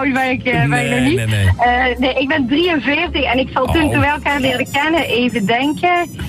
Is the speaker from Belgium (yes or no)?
yes; Belgium; Ik als Belg was er met mijn ouders op vakantie. En hij was er met zijn Hollandse ouders.